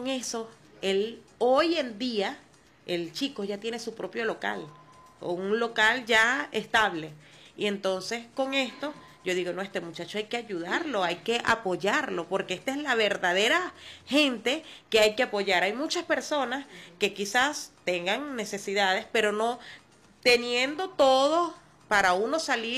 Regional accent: Venezuela; yo soy una venezolana de a pie igualito que todos.

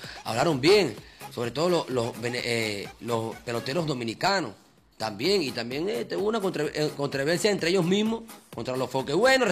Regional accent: Venezuela; como hablamos nosotros los de Venezuela

